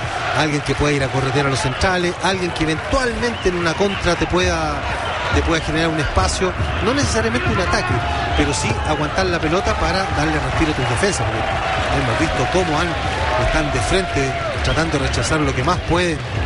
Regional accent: Cerrillos, Santiago Metropolitan Region, Chile; Yo soy de Cerrillo

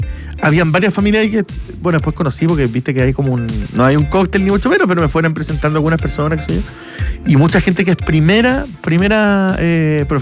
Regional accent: Punta Arenas, Magallanes, Chile; además que venimos todos de Punta Arenas, a todos le ha costado, somos tres hermanos

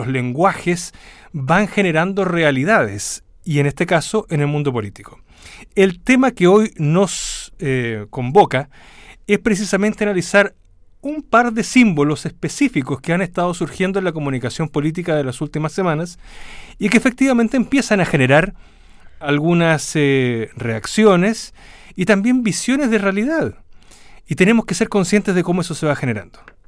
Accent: Chile; somos el país de América Latina que tiene la mayor percepción de inseguridad y de miedo

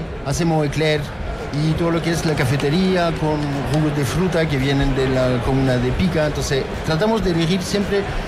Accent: France; Spanish is a second language; now in Chile

